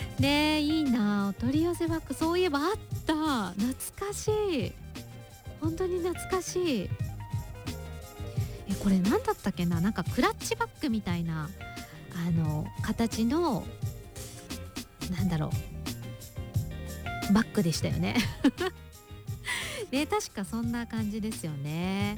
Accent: Fukuoka, Japan; 私も福岡出身なので

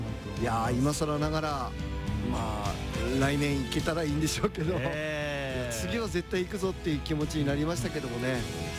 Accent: Yokote, Akita, Japan; born there

